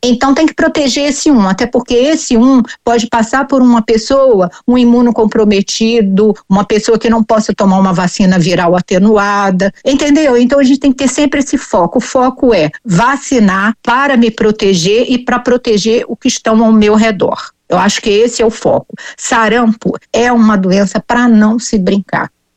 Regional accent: Rio de Janeiro, Brazil; Eu, por exemplo, sou do Rio

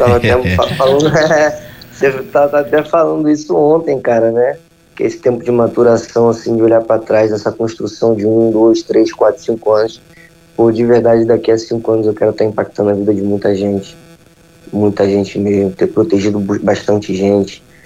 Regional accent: Rio de Janeiro, Brazil; Eu sou criado no meio de branco, eu sou nascido criado em Laranjeiras a vida inteira, 35 anos, desde a barriga da minha mãe.

